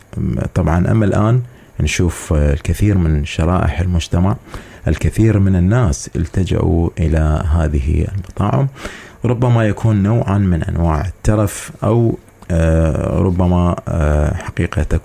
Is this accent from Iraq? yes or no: yes; Iraq; في بلدنا العراق